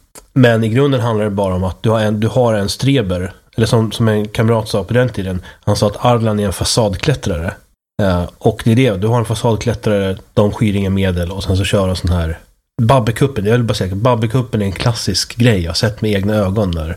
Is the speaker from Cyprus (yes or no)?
no; Uppsala, Uppsala County, Sweden; som är namnet på ungsossedistriktet då i Uppsala där jag växte upp.